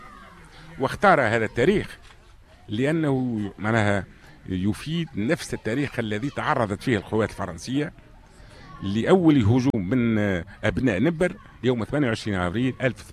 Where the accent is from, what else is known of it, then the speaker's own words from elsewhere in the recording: Tunisia; لنا كتونسيين،